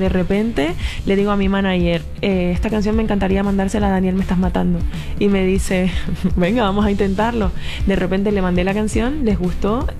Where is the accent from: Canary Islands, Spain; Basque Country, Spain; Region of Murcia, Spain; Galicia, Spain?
Canary Islands, Spain; Sí, Gran Canaria, que es de donde soy yo